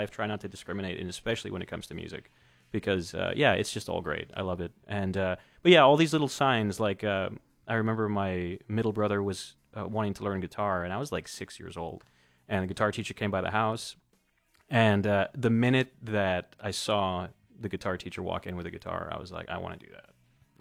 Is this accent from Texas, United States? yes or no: yes; Laredo, Texas, United States; We're both from Laredo, Texas, or we're all from Laredo, Texas.